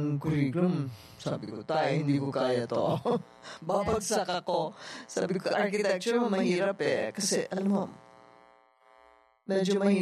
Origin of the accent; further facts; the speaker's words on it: Davao, Davao Region, Philippines; Kasi taga-Davao talaga kami.